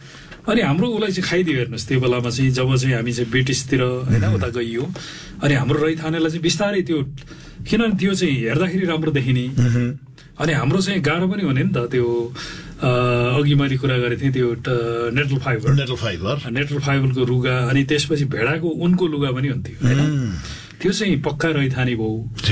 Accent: Barakot, Gandaki Province, Nepal; म पनि गाउँमा बाख्रा हेर्न जान्थेँ, मेरो गाउँ चाहिँ बागलुङको चाहिँ बाराकोट भन्ने गाउँ हो

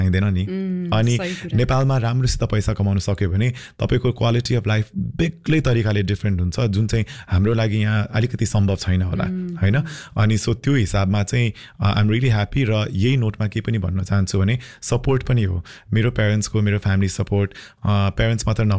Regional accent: Taplejung, Koshi Province, Nepal; पूर्वको ताप्लेजुङ चाहिँ अब मेरो गाउँै भयो होइन

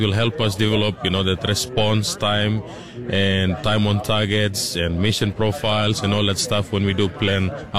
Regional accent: Papua New Guinea; back home in New Guinea.

